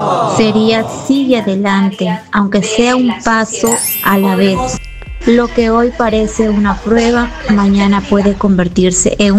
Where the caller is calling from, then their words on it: Pisco, Ica, Peru; le hablo desde Pisco.